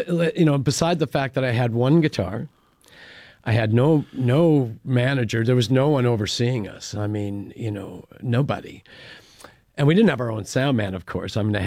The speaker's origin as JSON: {"language": "English", "town": "Regina", "region": "Saskatchewan", "country": "Canada", "tie": "born or raised there", "said": "And then we did the same thing the next night in my hometown of Regina."}